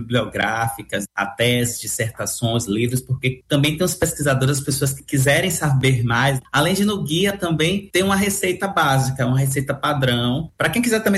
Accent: Salvador, Bahia, Brazil; Eu sou da Cidade Baixa, aqui de Salvador, do bairro do Bonfim. Então, cresci com as festas populares, as festas de largo.

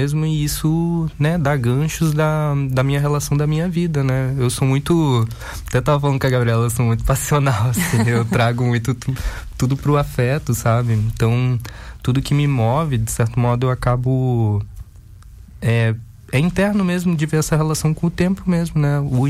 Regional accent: Florianópolis, Santa Catarina, Brazil; moved away as an adult; also born or lived in Uruguaiana; now in Rio de Janeiro, Brazil; Porque eu cresci em Florianópolis. Eu sou de Uruguaiana, mas eu cresci em Florianópolis, né? E então, minha família ainda mora lá, em Florianópolis. Então, e eu moro no Rio há 13 anos, né?

